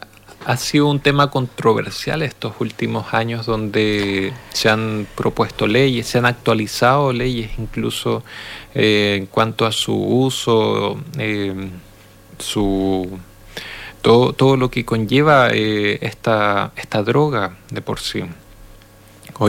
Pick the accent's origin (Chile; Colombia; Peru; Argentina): Chile; nosotros como chilenos, como personas de este país, tenemos también nuestras propias formas de hacer las cosas, nuestras propias costumbres